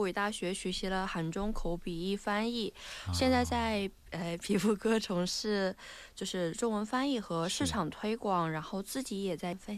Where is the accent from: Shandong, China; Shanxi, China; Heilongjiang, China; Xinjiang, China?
Shandong, China; Jining; moved away as an adult; now in Busan, South Korea; 我的家乡是中国山东济宁。